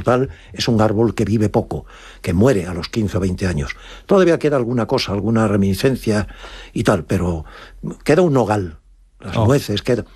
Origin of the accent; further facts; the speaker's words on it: Extremadura, Spain; Extremeños hablamos con un acento como tienen los andaluces, o como tienen los asturianos, o como tienen los gallegos.